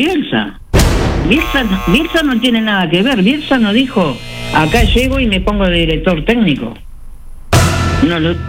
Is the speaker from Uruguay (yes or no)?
yes; Uruguay; Que el uruguayo, yo soy uruguaya, tengo sangre tana, pero yo soy más tana que uruguaya.